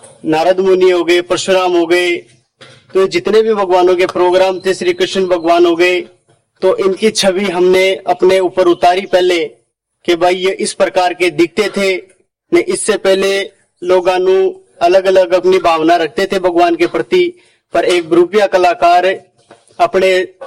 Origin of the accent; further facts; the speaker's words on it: Jaipur district, Rajasthan, India; मैं जिला जयपुर राजस्थान से बिलोंग करता हूँ। जाति राजभाट ब्रुपिया कलाकार का स्वांग दिखाता हूँ।